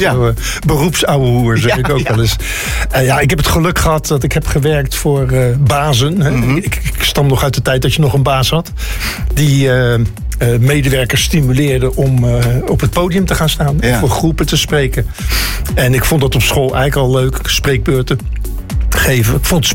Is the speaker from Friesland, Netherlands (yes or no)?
no; Westland, South Holland, Netherlands; now in Zaanstreek, Netherlands; Ik ben opgegroeid in het Westland.